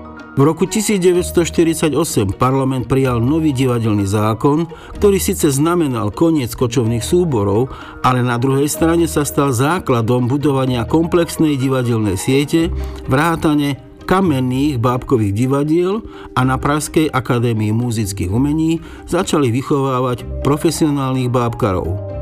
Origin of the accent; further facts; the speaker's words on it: Žilina, Žilina Region, Slovakia; keďže som Žilinčan